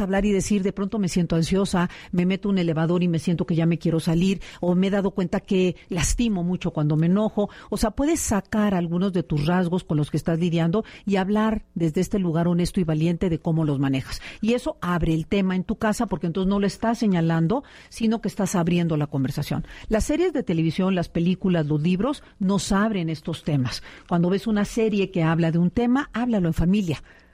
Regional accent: Veracruz, Mexico; moved away; also born or lived in Puebla

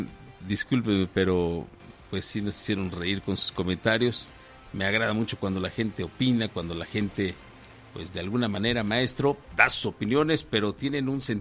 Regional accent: San Jacinto Amilpas, Oaxaca, Mexico; Nosotros somos la gente de San Jacinto a Milpas, a la zona norte

